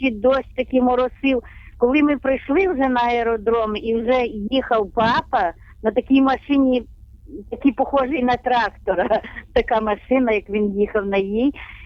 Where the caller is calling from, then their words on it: Korosten, Zhytomyr Oblast, Ukraine; Я з Житомирської області, місто Коростень.